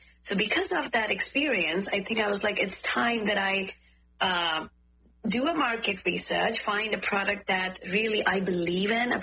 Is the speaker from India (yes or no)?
yes; Uttarakhand, India; moved away; So I'm from North India, I'm from Uttarakhand. Uttarakhand is a beautiful state right next to Nepal, where we can see the whole Himalayan range.